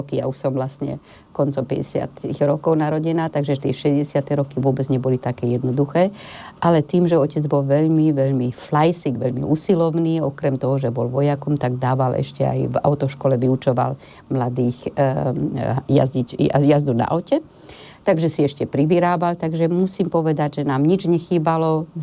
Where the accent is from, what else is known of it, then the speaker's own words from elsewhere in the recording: Komárno, Nitra Region, Slovakia; Keď som sa narodila v Komárne, vyrastala som vo veľmi šťastnej rodine, veľmi komplexnej rodine.